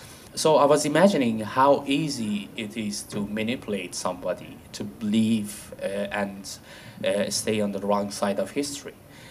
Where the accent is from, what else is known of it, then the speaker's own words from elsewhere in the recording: Iran; moved away; back in my country, I'm from Iran